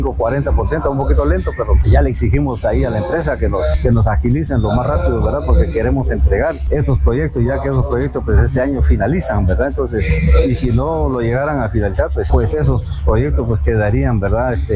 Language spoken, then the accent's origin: Spanish; Lanquín, Alta Verapaz, Guatemala; o somos del área de Lanquín Seluc, ¿verdad?